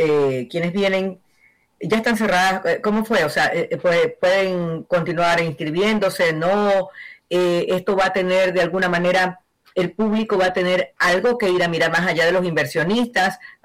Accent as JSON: {"language": "Spanish", "country": "Ecuador"}